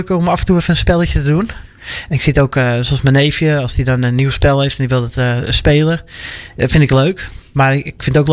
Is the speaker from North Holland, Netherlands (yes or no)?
yes; Aalsmeer, North Holland, Netherlands; also born or lived in Amstelveen; echt de basisschool allemaal gehad. De middelbare school dan niet. Want ja, er was toen weinig in Aalsmeer. Daarvoor moest je ook weer naar Amstelveen.